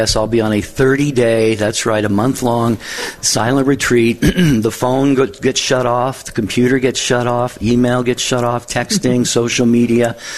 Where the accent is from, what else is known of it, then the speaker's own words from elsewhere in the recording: Samoa; now in Texas, United States; raised in a Catholic church in Samoa, and I'm listening from Texas